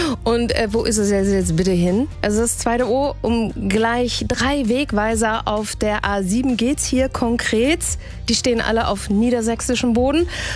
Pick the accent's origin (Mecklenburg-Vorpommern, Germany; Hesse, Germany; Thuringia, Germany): Hesse, Germany; Ist zugegeben auch nicht so ganz einfach bei uns zu Hause in Hessen